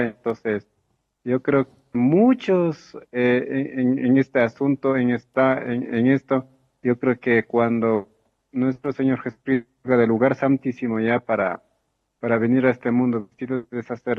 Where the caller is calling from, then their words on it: Ecuador; yo soy de Ecuador y muchos pastores dicen que nosotros los 23 millones de adventistas ya somos un pueblo remanente.